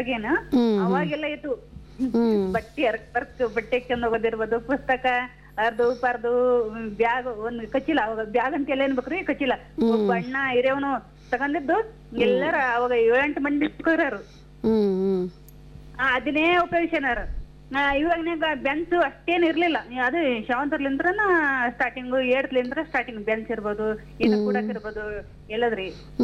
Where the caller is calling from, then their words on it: Rajur, Karnataka, India; ಕೊಪ್ಪ ಜಿಲ್ಲಾ ಕುಕ್ನೂರು ತಾಲೂಕು ರಾಜೂರಿಂದ